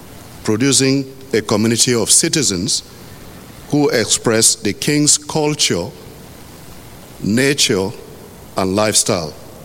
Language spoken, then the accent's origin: English; Northern Nigeria, Nigeria; English is a second language; now in United Kingdom; And as Anna said, I'm from northern Nigeria. It's a place that is populated by a lot